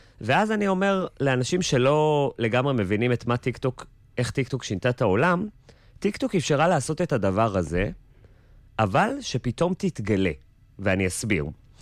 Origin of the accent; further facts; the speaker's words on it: Jerusalem, Jerusalem District, Israel; now in Tel Aviv, Israel; אנחנו גדלנו בירושלים, היא בקריית יובל, אני בבית הכרם, אנחנו חבר'ה, אנחנו פשוטים.